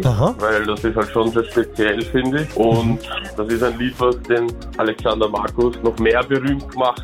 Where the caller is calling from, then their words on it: Gerersdorf, Austria; Ich komme aus Gerersdorf